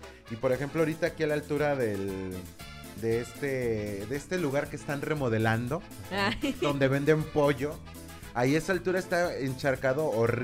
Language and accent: Spanish; Jacona, Michoacán, Mexico; Entonces, ahorita, por ejemplo, de donde vengo, allá en Jaconac.